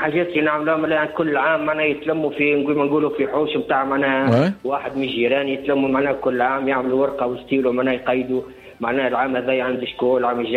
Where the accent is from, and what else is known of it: Djerba, Medenine, Tunisia